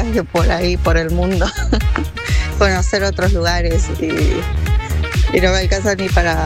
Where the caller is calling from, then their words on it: Cipolletti, Río Negro, Argentina; yo soy de acá de Cipolletti